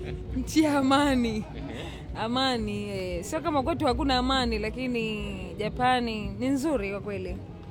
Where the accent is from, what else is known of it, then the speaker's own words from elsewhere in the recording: Zanzibar, Tanzania; natokea Tanzania ndani ya visiwa vya Zanzibar.